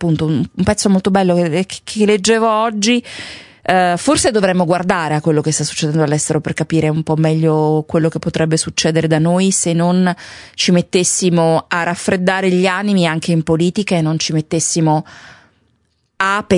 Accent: Vimercate, Lombardy, Italy; io sono di Vimercate, Simone è di Fiuggi, ma secondo te potremmo...

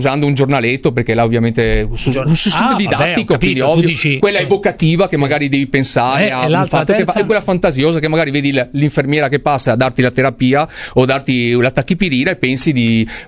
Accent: Padua, Veneto, Italy; ma io sono in Italia, sono italiano e sono nel mio paese, sono anche padovano.

